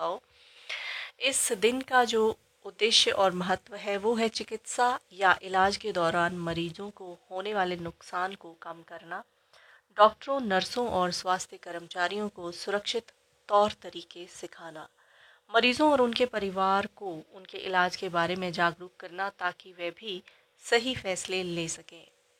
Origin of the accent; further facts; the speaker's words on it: Himachal Pradesh, India; हमारे हिमाचल के पारंपरिक खाद्य पदार्थ